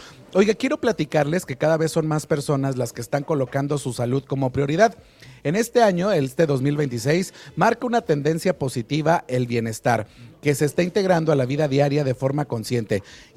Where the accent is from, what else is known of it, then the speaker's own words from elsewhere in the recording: Mexico; las familias mexicanas